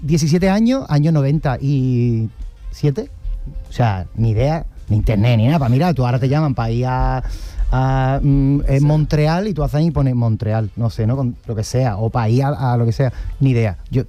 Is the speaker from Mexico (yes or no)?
no; Cádiz, Andalusia, Spain; nosotros somos de Cádiz, y entonces en Cádiz no nos tocaba